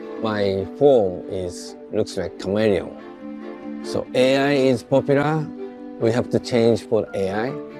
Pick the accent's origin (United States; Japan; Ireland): Japan; English is a second language; I am Japanese. I came from East.